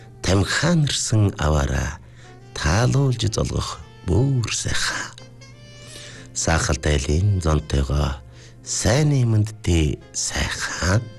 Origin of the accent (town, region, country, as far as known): Inner Mongolia, China